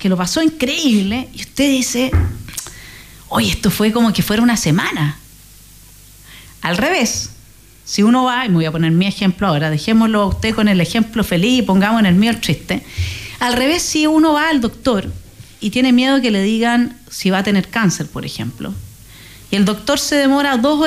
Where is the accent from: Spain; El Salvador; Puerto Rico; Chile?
Chile; Villarrica, Araucanía; born there; moved away; also born or lived in Temuco; Sí, pues yo soy de Villarrica, mi familia es de Villarrica, hoy día mi papá, mi hermano viven allá. Me casé en Temuco, crecí también entre Villarrica y Temuco, porque en Villarrica había colegio alemán, solo estaba tercero básico. Y nosotros somos alemanes